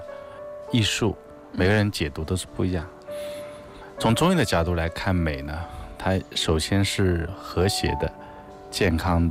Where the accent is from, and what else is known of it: China